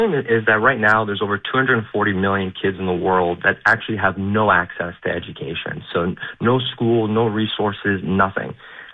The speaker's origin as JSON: {"language": "English", "town": "Montreal", "region": "Quebec", "country": "Canada", "tie": "born or raised there", "said": "I was born and raised in Montreal."}